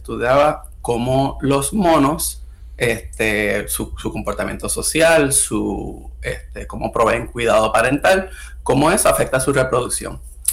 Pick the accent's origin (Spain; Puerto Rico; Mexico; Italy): Puerto Rico; San Juan; moved away as an adult; also born or lived in Mayagüez; now in Davis, United States; yo me crié en Río Piedra. Estudié en la High de la Universidad de Puerto Rico, la Escuela Secundaria de la Universidad de Puerto Rico, UHSFUA.